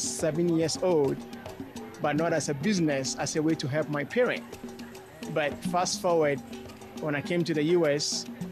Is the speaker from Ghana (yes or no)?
yes; Ghana; moved away as an adult; now in Texas, United States